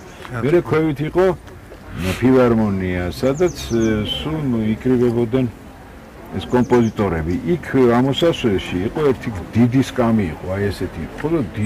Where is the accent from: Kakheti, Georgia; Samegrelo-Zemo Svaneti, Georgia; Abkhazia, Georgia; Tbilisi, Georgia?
Tbilisi, Georgia; born or raised there